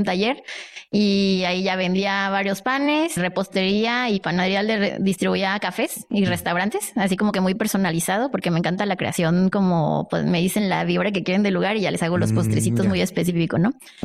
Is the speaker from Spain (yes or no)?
no; Mexico City, Mexico; now in Monterrey, Mexico